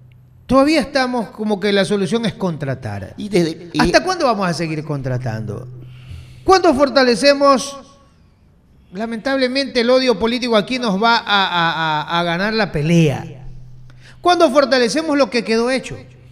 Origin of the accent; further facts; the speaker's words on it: Ecuador; Somos los ecuatorianos.